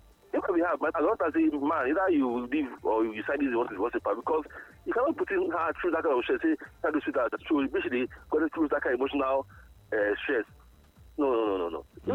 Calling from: Aba, Abia, Nigeria; I'm calling from Abo.

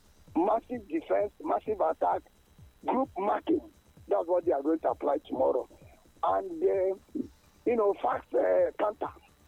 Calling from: Ikorodu, Lagos, Nigeria; I'm calling from Ikorodu.

